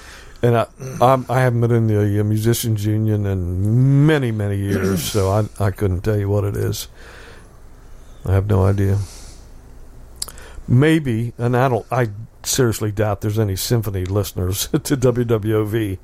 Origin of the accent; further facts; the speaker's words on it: Wheeling, West Virginia, United States; born there; I was born in Wheeling.